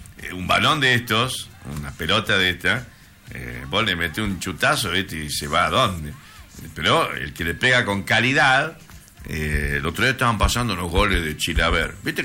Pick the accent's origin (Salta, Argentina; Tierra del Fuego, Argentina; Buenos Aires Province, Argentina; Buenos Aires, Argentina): Salta, Argentina; Campo Santo; born there; moved away; Yo me fui hace 37 años de mi pueblo.